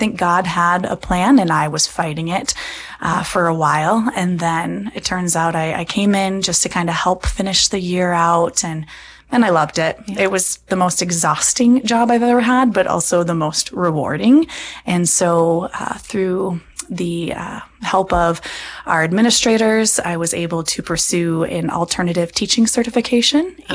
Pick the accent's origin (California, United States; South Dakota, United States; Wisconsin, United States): South Dakota, United States; Colton; So I grew up in Colton, South Dakota, small town, and grew up attending St. Joseph the Workman right outside of Colton there.